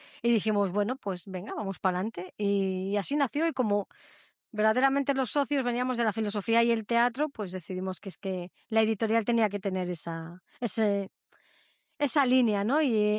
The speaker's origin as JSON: {"language": "Spanish", "town": "Madrid", "region": "Community of Madrid", "country": "Spain", "moved": "as an adult", "lives_now": "Bilbao, Spain", "said": "Yo no vivo aquí en Bilbao, claro, yo soy de Madrid. Y me he mudado hace 3 años aquí"}